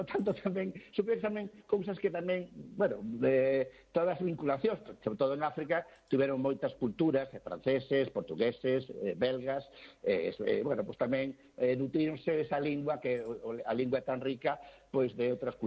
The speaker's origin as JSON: {"language": "Galician", "region": "Galicia", "country": "Spain", "said": "pero se usted é portugués, non, son galego, estou unha beiriña e tal."}